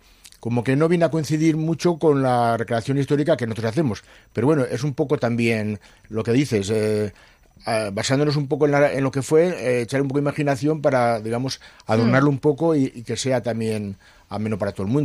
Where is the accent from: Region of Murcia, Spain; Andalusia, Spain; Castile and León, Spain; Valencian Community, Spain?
Castile and León, Spain; Guzmán; Bien, pues bueno, también como reverizador que soy de Guzmán.